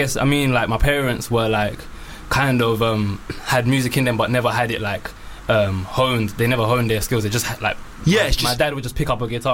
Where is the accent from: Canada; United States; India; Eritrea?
Eritrea; And then obviously around my house, I'm from Eritrea, so around my household, like there was just music always being played, like from my parents.